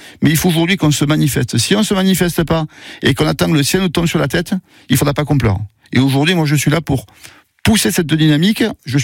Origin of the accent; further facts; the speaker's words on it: Occitanie, France; Je suis petit-fils de meunier et de mineur. J'ai grandi en Cévennes, d'où mon accent un petit peu marqué.